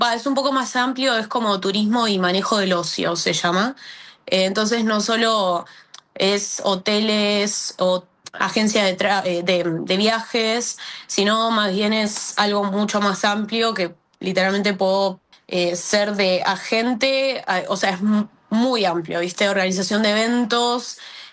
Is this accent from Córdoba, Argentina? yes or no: no; La Plata, Buenos Aires Province, Argentina; moved away as an adult; also born or lived in Dublin, Ireland; now in Valencia, Spain; Nací en La Plata y estoy en Europa hace 4 años ya. Primero me mudé a Dublín como una cosa de experiencia de vida.